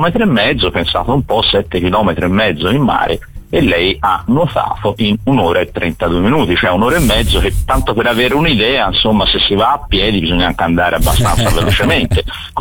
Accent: Florence, Tuscany, Italy; Anch'io sono fiorentino da una vita

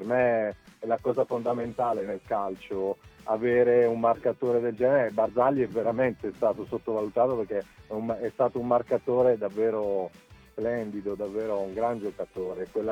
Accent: Apulia, Italy; te lo dico da pugliese

